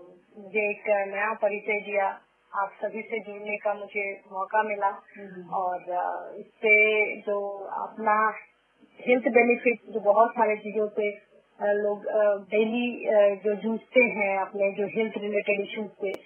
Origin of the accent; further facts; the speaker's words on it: Jharkhand, India; Actually मैं झारखंड के ही, basically मैं झारखंड से बिलोंग करती हूँ।